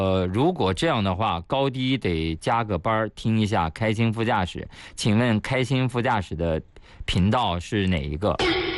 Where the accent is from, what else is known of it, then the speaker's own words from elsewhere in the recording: Shanxi, China; 对，我是山西人啊，特别爱喝醋